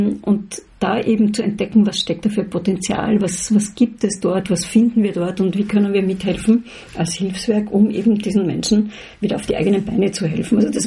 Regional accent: Vienna, Austria; Also ich bin Wienerin und bin in Wien zu Hause, und dort ist also absolut mein Lebensmittelpunkt immer gewesen und ist es auch weiterhin.

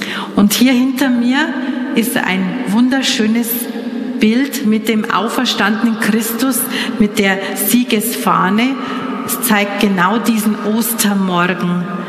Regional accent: Bavaria, Germany; für mich als Deutsche, als Bayerin

